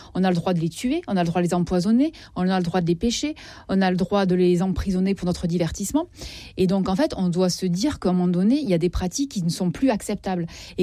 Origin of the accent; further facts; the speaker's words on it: South-West France, France; Je suis du Sud-Ouest.